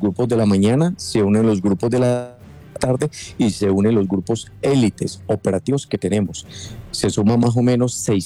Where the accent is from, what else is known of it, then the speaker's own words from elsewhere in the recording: Cali, Valle del Cauca, Colombia; nosotros, como ciudadano caleño